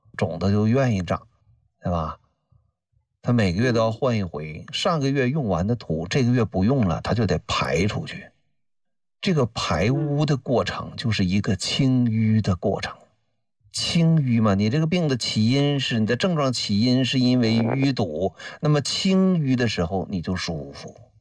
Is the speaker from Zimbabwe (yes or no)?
no; North China, China; 你看我是北方人哈。